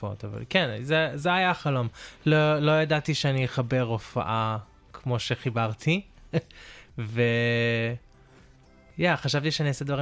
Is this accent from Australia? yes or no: yes; Brisbane, Queensland, Australia; also born or lived in Melbourne; לא, בסביבות הזמן הזה, אנחנו עשינו טיול גדול, ועברנו לבריזבן. מלבורן היה קר מדי.